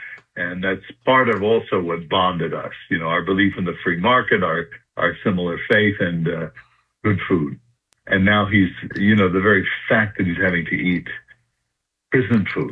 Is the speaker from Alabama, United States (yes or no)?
no; Brooklyn, New York, United States; Well, you know, I grew up in Brooklyn without air conditioning, too.